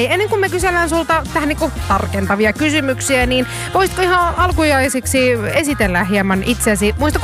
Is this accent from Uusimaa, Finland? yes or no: yes; Järvenpää, Uusimaa, Finland; Kato, meikäläisiä Järvenpäästä.